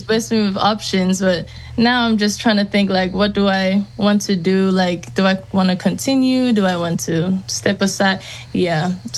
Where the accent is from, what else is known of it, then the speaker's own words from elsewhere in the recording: New Zealand; moved away as an adult; I grew up in New Zealand.